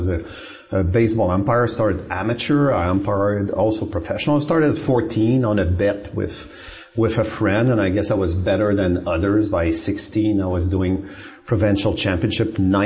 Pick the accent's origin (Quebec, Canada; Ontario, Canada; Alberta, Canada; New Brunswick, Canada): Quebec, Canada; Laval; So I grew up in Laval, Saint-Vincent-de-Paul. You know, Saint-Vincent-de-Paul was very well known because it was the biggest prison in Canada years ago. So I grew up naturally outside the walls of this of this prison